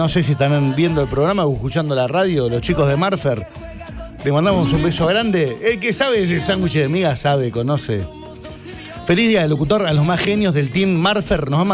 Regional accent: La Pampa, Argentina; now in Córdoba, Argentina; Soy de La Pampa, pero vivo en Córdoba. Extraño mucho a mi familia y tengo.

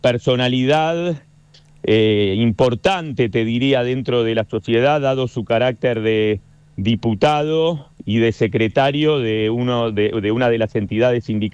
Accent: Argentina; nosotros somos argentinos y profesamos la religión judía

